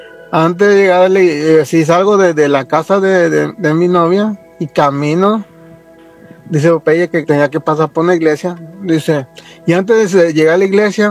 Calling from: Las Vegas, Nevada, United States; Hola, Yene Nacho, yo soy … de La Vegas, ¿cómo están? Hola, saludos de aquí de Las Vegas.

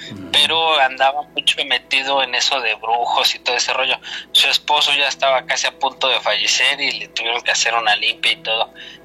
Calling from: State of Mexico, Mexico; Desde el Estado de México.

